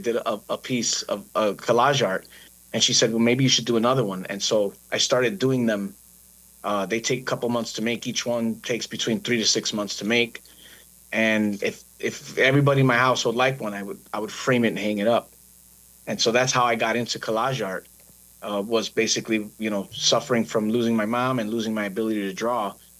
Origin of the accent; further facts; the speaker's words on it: Chicago, Illinois, United States; I grew up in Chicago, and I grew up a graffiti artist